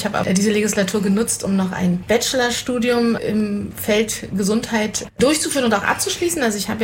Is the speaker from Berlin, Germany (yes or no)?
yes; Berlin, Germany; born there; now in Quedlinburg, Germany; ich bin 48 Jahre alt, in Ost-Berlin geboren, wohne seit 2008 in Sachsen-Anhalt und zwar in Quedlinburg